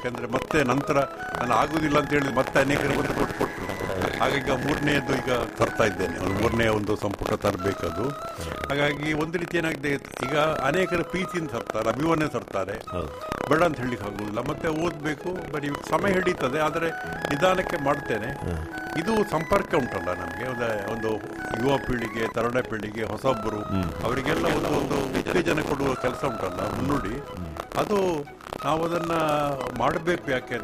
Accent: Mangaluru, Karnataka, India; ಮಂಗಳೂರಿನವರು ನಾನು ಬಿಟ್ಟರು, ನನ್ನ ಮಂಗಳೂರಿನವರು ನಾನು ಬಿಡುವುದಿಲ್ಲ.

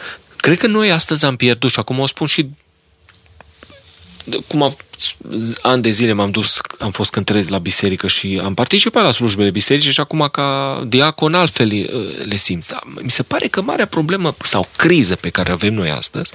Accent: Romania; pentru că eu sunt român și așa mă consider ca un bun român și-mi iubesc neamul

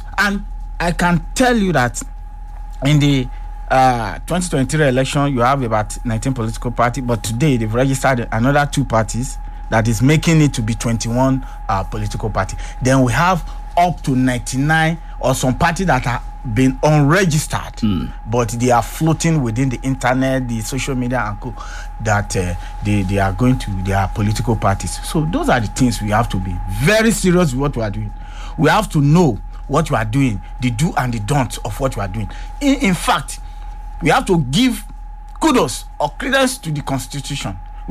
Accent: southern Nigeria, Nigeria; as a Southerner

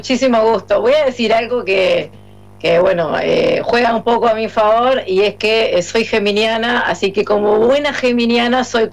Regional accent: Florida, Uruguay; moved away as an adult; now in Piriápolis, Uruguay; Bueno, yo soy oriunda de Florida, pero hace 5 años que estoy viviendo acá en Piriápolis.

